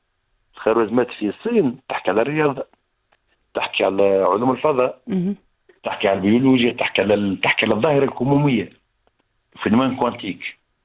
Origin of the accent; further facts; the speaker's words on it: Tunisia; أيضا التربية عندنا في تونس مبنية إلى المجهول